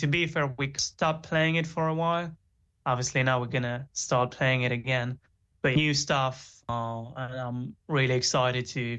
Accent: United Kingdom; And so, as British people, we can either fly to Europe or take the ferry or the train under the sea.

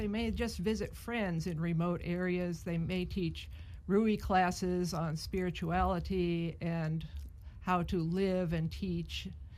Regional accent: Urbana, Illinois, United States; Okay, well, I grew up in Urbana. My dad was at the University of Illinois

